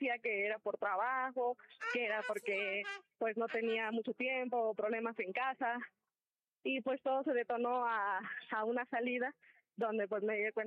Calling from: Tlalpan, Mexico City, Mexico; Tengo 25 años y soy de Tlalpan

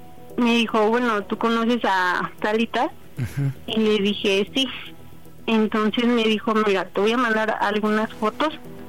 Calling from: State of Mexico, Mexico; Tengo 32 años y soy del Estado de México.

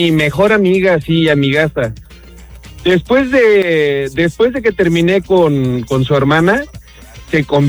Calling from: Mexico City, Mexico; Hablo de la Ciudad de México.

